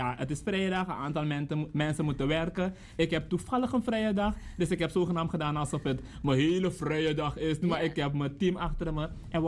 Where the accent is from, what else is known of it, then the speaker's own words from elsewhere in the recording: Suriname; now in Netherlands; Ik ben een trotse Surinamer.